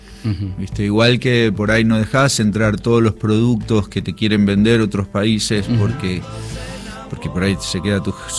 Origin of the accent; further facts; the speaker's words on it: Grand Bourg, Buenos Aires Province, Argentina; Y a eso, sumado a que yo soy de Granbur, que es un lugar del conurbano, donde había muchas colectividades, pero una muy fuerte era la santiagueña y correntinos.